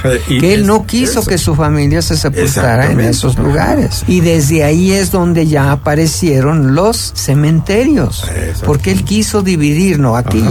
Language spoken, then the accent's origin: Spanish; Mexico; Porque somos mexicanos.